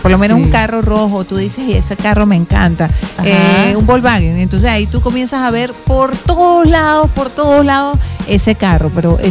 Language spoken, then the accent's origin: Spanish; Venezuela